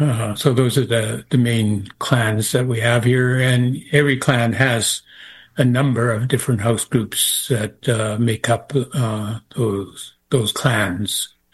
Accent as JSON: {"language": "English", "region": "British Columbia", "country": "Canada"}